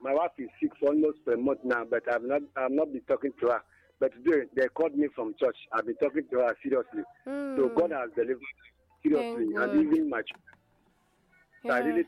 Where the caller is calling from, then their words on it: Abuja, Federal Capital Territory, Nigeria; I'm calling from Abuja State.